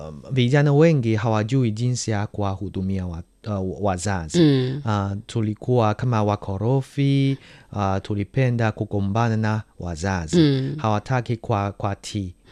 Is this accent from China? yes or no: yes; China; sisi Wachina tunathamini sana kwanza sifa na pia utamaduni.